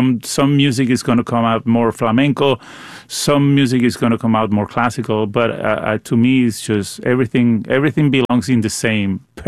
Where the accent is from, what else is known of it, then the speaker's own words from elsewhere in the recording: Caracas, Capital District, Venezuela; I grew up in Caracas, in Venezuela, playing violoncello, playing the thing.